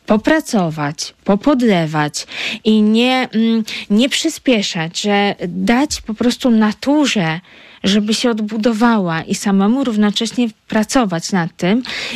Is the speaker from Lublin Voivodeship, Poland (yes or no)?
no; Warsaw, Masovian Voivodeship, Poland; moved away; Ja byłam takim typowym warszawiakiem, co się przeprowadził